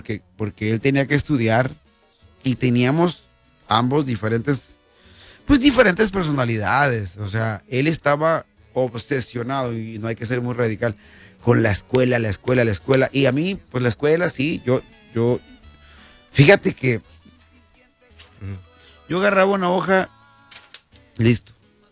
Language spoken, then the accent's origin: Spanish; Cacalotán, Sinaloa, Mexico; Yo soy de Cacalotán. Hice un grupo de Facebook, cuando ya estaba Facebook.